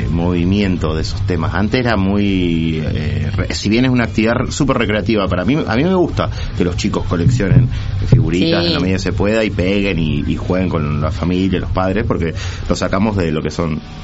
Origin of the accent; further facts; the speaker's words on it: Argentina; somos argentinos